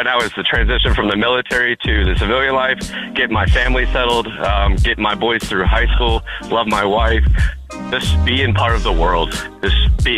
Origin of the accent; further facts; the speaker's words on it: Florida, United States; And I met my wife down in Central Florida, where I'm from.